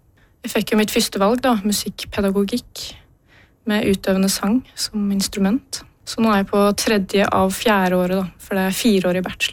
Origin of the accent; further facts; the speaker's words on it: Øystre Slidre, Innlandet, Norway; min lokale kulturskole, hjemme i Øystre Slire i Valdres.